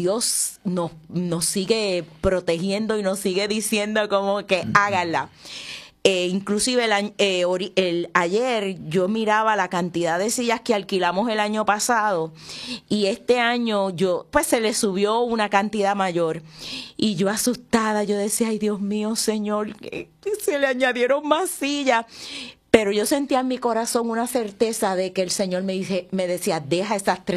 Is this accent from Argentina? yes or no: no; Aguadilla, Puerto Rico